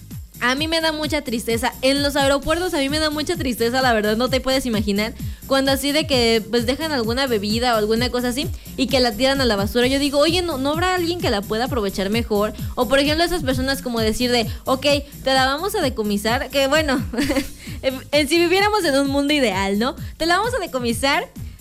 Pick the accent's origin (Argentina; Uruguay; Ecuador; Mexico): Mexico; nosotros como mexicanos